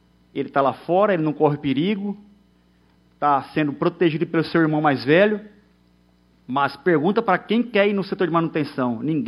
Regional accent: Mirandópolis, São Paulo, Brazil; Sou da cidade de Mirandópolis, conterrâneo Fábio Jabá. Conhece meus pais.

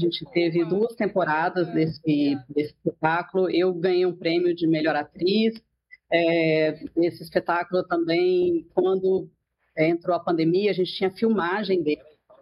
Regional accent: Brazil; moved away; somos brasileiros, falamos português.

